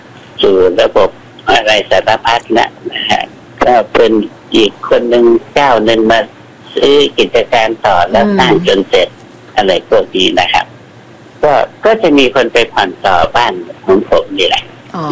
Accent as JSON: {"language": "Thai", "region": "Nonthaburi", "country": "Thailand", "said": "เพื่อนบ้านมันก็เป็นคนกรุงเราเป็นคนนนท์ใช่ไหมล่ะนะฮะ"}